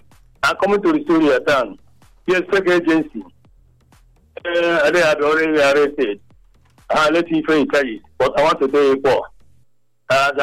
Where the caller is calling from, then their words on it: Nigeria; we are Nigerian.